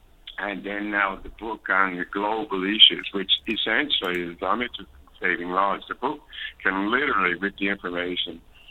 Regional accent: Placentia, Newfoundland and Labrador, Canada; I've established the theory of land in my hometown, 21st Placentia, very beautiful by the ocean

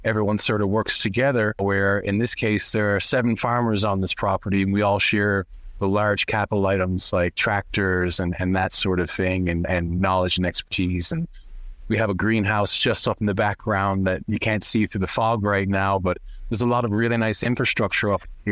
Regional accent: Kilbride, Newfoundland and Labrador, Canada; What you might not have known about me is I grew up in Kilbride and the Goulds, of course, which are historically very important farming areas.

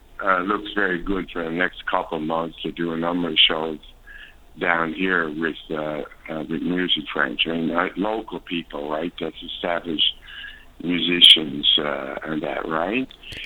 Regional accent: Placentia, Newfoundland and Labrador, Canada; So I've established the area of land in my hometown, Point Placentia, very beautiful by the ocean

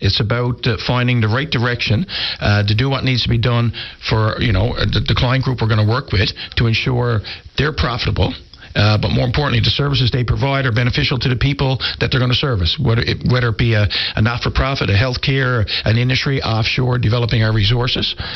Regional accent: Newfoundland and Labrador, Canada; In my case here, being a Newfoundlander and Labradorian and working with our team in Atlantic Canada

